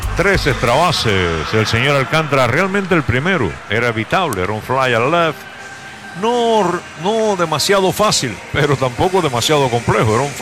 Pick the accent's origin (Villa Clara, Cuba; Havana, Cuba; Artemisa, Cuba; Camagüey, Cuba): Villa Clara, Cuba; Camajuaní; moved away; felicidades para todas las madres en mi terruño querido, Camajuaní.